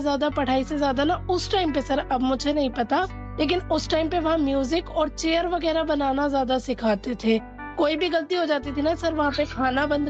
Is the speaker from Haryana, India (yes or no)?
yes; Rohtak, Haryana, India; now in Gwalior, India; मैं हरियाणा रोहतक से बिलोंग करती हूँ